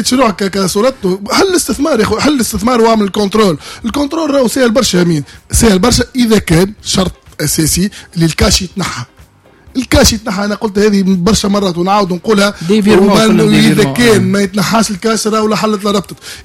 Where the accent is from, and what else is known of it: Tunisia